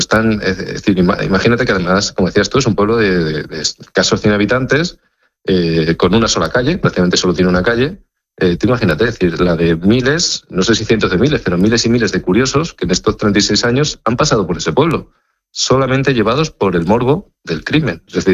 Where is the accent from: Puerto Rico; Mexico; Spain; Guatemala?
Spain; Extremadura